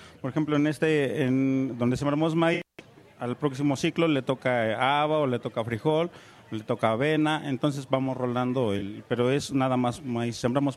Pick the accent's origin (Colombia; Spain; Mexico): Mexico; Magdalena Petlacalco, Mexico City; vengo del poblado de Magdalena Petlacalco, Tlalpan, Ciudad de México.